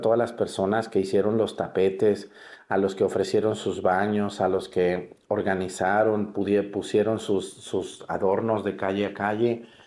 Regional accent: Mexticacán, Jalisco, Mexico; moved away; allá en mi pueblo, en Mesticacán

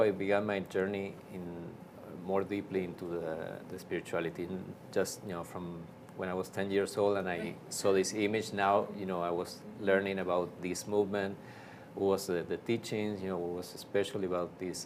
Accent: San Juan, Argentina; now in Miami Springs, United States; because I'm from Argentina. I'm from a city called San Juan, and you know, it's a small city.

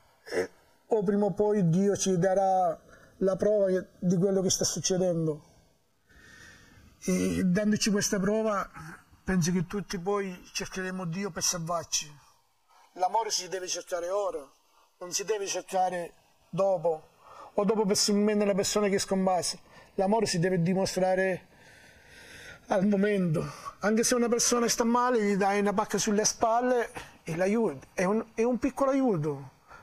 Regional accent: Catania, Sicily, Italy; moved away as an adult; now in Comunanza, Italy; vengo da Catania, un paese che si chiama Grano sotto le pendici dell'Etna. Da circa 11-12 anni mi sono trasferito nelle Marche, in un paese che si chiama Comunanza.

